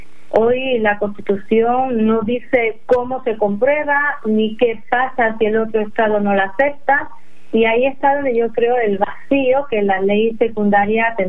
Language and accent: Spanish; Spain; yo por ejemplo, yo soy española de origen, y si yo quisiera renunciar a mi nacionalidad de origen